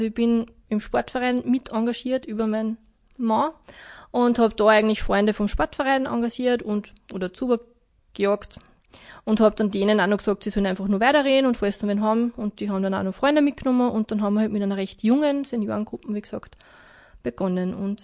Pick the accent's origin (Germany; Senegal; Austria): Austria; Upper Austria; moved away as an adult; now in Mühlviertel, Austria; Ja, ich bin ursprünglich aus dem Hausruckviertel und gar nicht aus Gallnerkirchen. Mich hat die Ausbildung ins Mühlviertel gebracht.